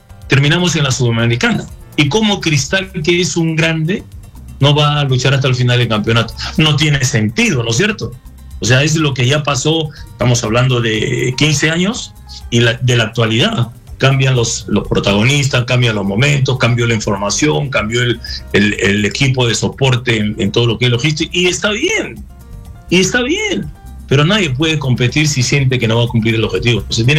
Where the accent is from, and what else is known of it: Peru